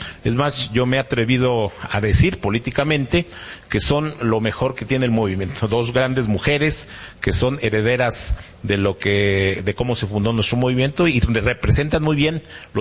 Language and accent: Spanish; Texcoco, State of Mexico, Mexico; somos de Texcoco